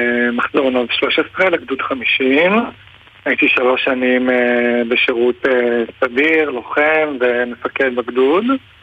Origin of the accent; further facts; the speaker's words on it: Southern District, Israel; moved away as an adult; now in Nahariya, Israel; בדיוק עברתי לנעריה. אני נולדתי וגדלתי בקיבוץ רביבים. אני חבר בתנועת תרבות, חי פה בקיבוץ עירוני.